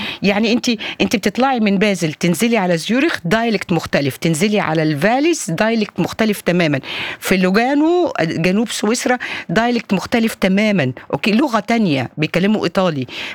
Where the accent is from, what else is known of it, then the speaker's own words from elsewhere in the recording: Egypt; وطول عمرنا احنا مصريين مسيحيين عايشين مع مسلمين